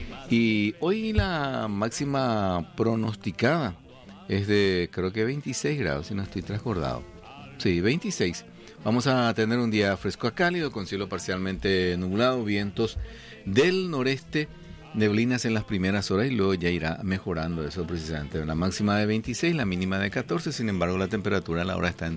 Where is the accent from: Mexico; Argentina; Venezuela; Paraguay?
Paraguay; somos paraguayos, que de corazón puro, realmente somos de la albirroja.